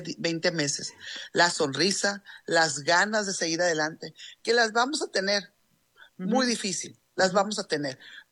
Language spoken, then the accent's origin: Spanish; Sinaloa, Mexico; lo que somos nosotros sinaloenses